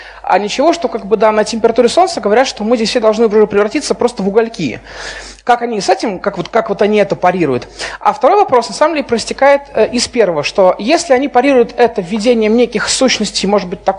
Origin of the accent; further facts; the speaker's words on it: Saint Petersburg, Russia; я из Санкт-Петербурга.